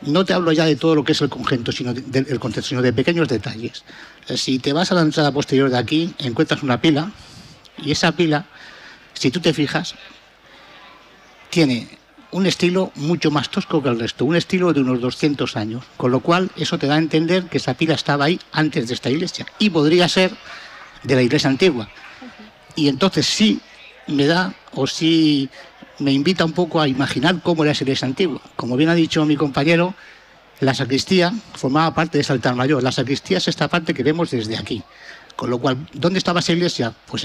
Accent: Navamorcuende, Castilla-La Mancha, Spain; nosotros hemos pertenecido a Ávila hasta el año 1833 aproximadamente, que fue cuando pasamos a Toledo.

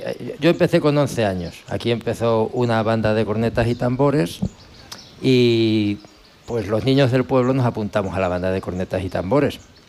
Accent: Fuente el Fresno, Castilla-La Mancha, Spain; also born or lived in Madrid; nací en Madrid, me vine de pequeñito aquí y yo Fuente del Fresno no lo cambio por nada.

